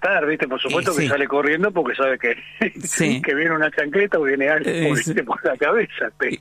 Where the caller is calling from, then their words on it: Buenos Aires, Argentina; Yo vivo en José Martí y Falcón.